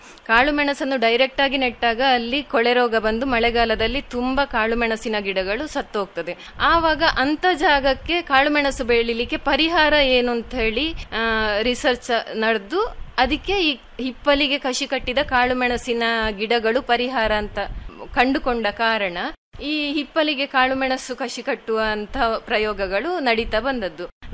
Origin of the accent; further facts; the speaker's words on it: Markanja, Karnataka, India; born there; moved away as an adult; now in Sediyappu, India; ನಾನು ಹುಟ್ಟಿದ್ದು ಸುಳ್ಯ ತಾಲೂಕಿನ ಮರ್ಕಂಜ ಗ್ರಾಮದಲ್ಲಿ. … ಕೃಷಿ ಕುಟುಂಬ.